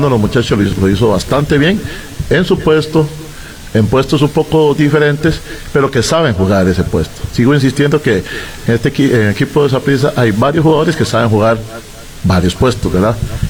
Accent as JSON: {"language": "Spanish", "country": "Costa Rica", "said": "nosotros no estamos en Europa, ni somos europeos, somos más ticos que el agua dulce"}